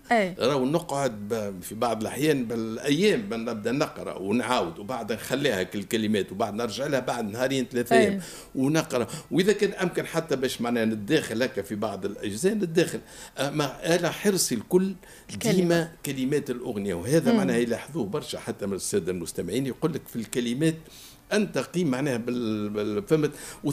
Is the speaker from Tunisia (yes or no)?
yes; Tunisia; accent: Tunisian dialect